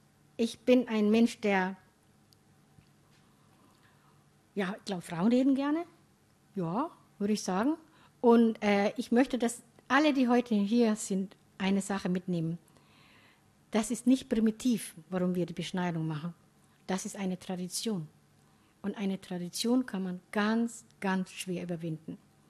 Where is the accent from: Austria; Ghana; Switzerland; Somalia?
Somalia; German is a second language; now in Germany; Ich bin in Hemd und Hose, als Nomadin in kleines Tuch, aber sonst bin ich in Hemd und Hose aufgewachsen. Ich hatte ein Uniform in der Schule, wir hatten Kopftuchverbot 1974 in jeglichen Gebäuden